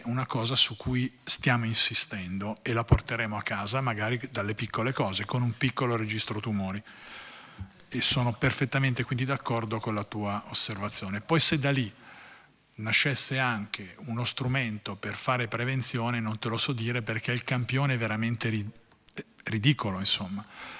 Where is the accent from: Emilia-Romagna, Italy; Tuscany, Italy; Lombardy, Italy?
Lombardy, Italy; Sempre da dove vengo io si diceva che lì i tumori rispetto al resto dell'Italia erano numerosissimi.